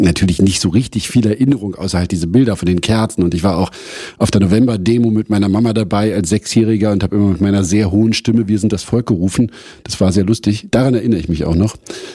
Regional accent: Berlin, Germany; Aus dem Prenzlauer Berg. Ja, also ich war 7, als die Mauer fiel, und ich bin davor in der Stargarder Straße aufgewachsen

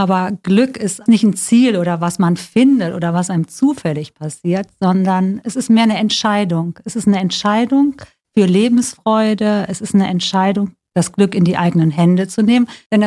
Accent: Bonn, North Rhine-Westphalia, Germany; born there; ich lebe da auch noch und ich liebe diese Stadt.

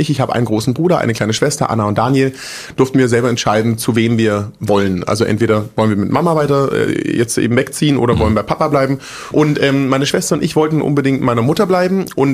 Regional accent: Großbottwar, Baden-Württemberg, Germany; also born or lived in Stuttgart / Frankfurt; Ich bin wirklich mit allem drum und dran, glaube ich, der Vorzeigeschwabe. Genau. Ich bin in Stuttgart geboren, dann in so einem Kaff aufgewachsen, das heißt Großbottwar.

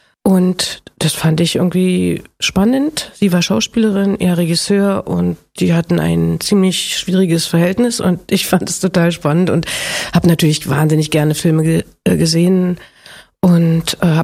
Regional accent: Berlin, Germany; Berlin-Biesdorf.

